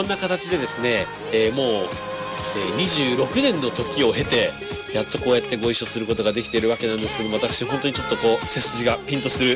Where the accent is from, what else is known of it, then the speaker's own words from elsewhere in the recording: Narita, Chiba, Japan; 我が地元千葉県成田市